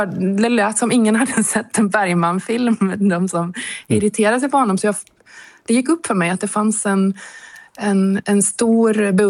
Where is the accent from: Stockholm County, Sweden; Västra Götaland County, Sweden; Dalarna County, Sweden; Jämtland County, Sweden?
Västra Götaland County, Sweden; Borås; jag är född och uppvuxen i Borås. Och jag är ju sverigefinsk